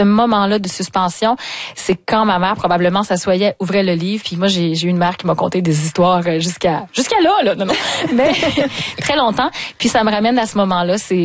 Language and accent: French; Carleton-sur-Mer, Quebec, Canada; born there